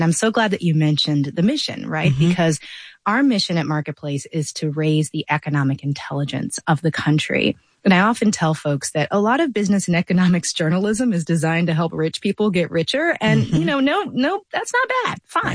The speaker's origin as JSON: {"language": "English", "town": "St. Louis", "region": "Missouri", "country": "United States", "tie": "born or raised there", "said": "I grew up in St. Louis, Missouri, where we had extreme. Where we had extreme racial, economic, and class divides that were visible all the time."}